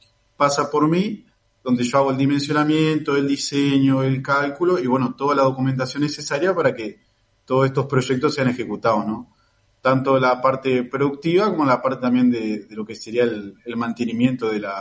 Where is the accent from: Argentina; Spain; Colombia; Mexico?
Argentina; Paraná, Entre Ríos; moved away as an adult; now in Crespo, Argentina; yo soy oriundo de Paraná, pero las vueltas de la vida, yo nací en Crespo por una condición de que mi vieja tenía el médico que la atendía acá en Crespo. Entonces yo nací en Crespo, pero enseguida me fui a Paraná, ¿no? Yo no conocía a Crespo y las vueltas de la vida salió una oportunidad laboral y bueno, volví a estos lados